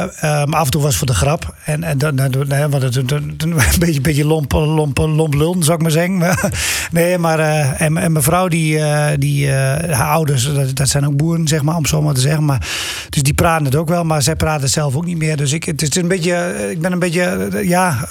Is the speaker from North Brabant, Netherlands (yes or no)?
no; Luttenberg, Overijssel, Netherlands; Luttenberg dan, waar ik dan zelf vandaan, of vlakbij waar ik vandaan kom, zeg maar. Dat is een paar dorpjes verderop.